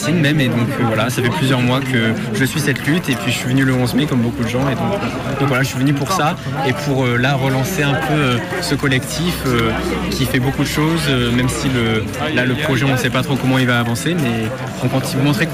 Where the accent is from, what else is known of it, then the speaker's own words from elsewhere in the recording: Auvergne-Rhône-Alpes, France; Je suis là parce que je viens du Puy-de-Dôme.